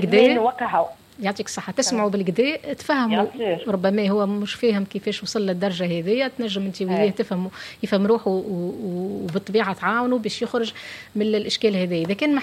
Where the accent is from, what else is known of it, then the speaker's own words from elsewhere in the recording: Tunisia; فين باش تمشي تعالج عندنا في تونس